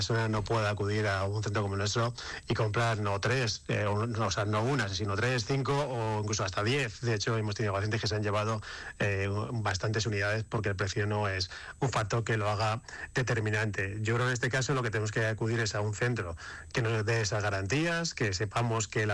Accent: Spain; porque somos españoles

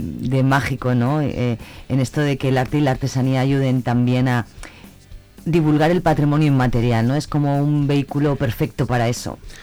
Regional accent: Pozuelo de Tábara, Castile and León, Spain; la de mi pueblo es el tafarrón de Pozuelo de Tábara

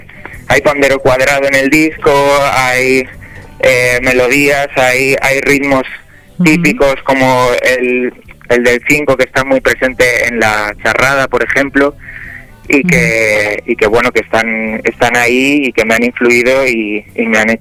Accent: San Martín del Castañar, Castile and León, Spain; yo tuve la suerte de estar en mi pueblo terminando las canciones del disco, en San Martín del Castañar, que está en la Sierra de Francia, de Salamanca

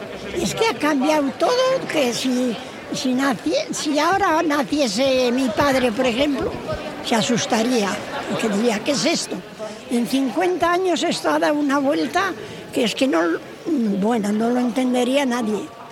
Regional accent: Mayorga de Campos, Castile and León, Spain; Sí, vivo en Valladolid, pero soy de Manchealegre y de Campos.

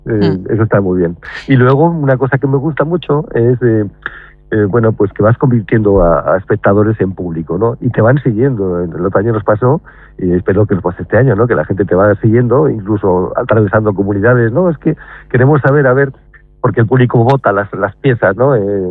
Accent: Burgos, Castile and León, Spain; creo que todos tenemos que sentirnos muy orgullosos como castellanos y, uh-huh. y también como y principalmente los burgaleses

